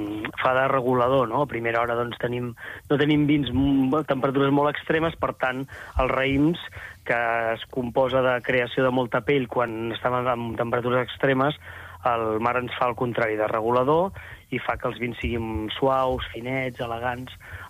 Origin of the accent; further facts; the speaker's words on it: Arenys de Mar, Catalonia, Spain; som d'Arenys de Mar, nosaltres volem posar en valor i doncs, també tot el territori